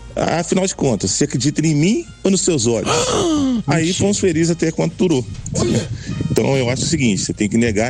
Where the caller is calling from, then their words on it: Três Pontas, Minas Gerais, Brazil; Tô falando aqui de Três Pontas